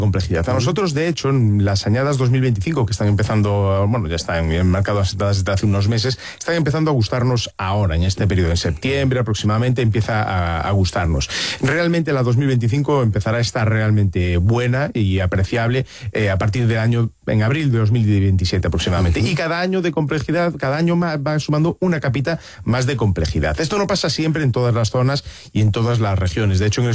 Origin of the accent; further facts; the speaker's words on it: Galicia, Spain; Como buen gallego, depende.